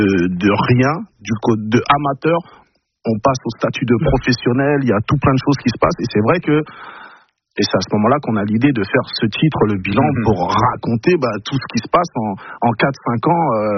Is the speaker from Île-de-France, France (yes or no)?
yes; Île-de-France, France; Nous, on a grandi à Gare Chartel, banlieue parisienne, dans le 95.